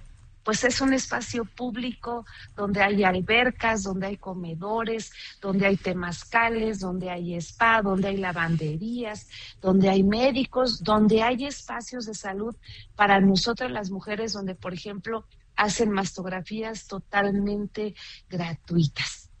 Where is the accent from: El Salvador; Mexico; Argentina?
Mexico; Mexico City; Yo soy de Tlalpan, del sur de la ciudad, de estas zonas que son conurbadas al centro